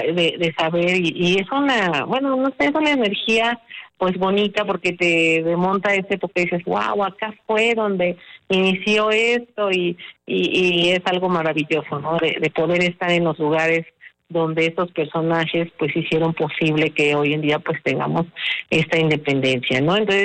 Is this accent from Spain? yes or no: no; Mexico